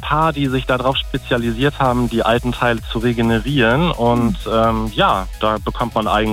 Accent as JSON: {"language": "German", "town": "Stralsund", "region": "Mecklenburg-Vorpommern", "country": "Germany", "tie": "born or raised there", "said": "Ich komme gebürtig aus Stralsund an der Ostsee."}